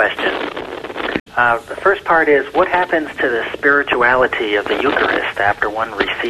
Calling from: Madison, Alabama, United States; I'm from Madison, Alabama.

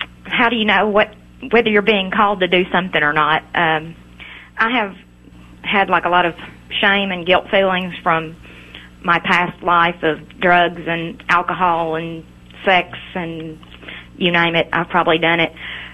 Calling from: Arkansas, United States; I'm from Arkansas, and I love your show.

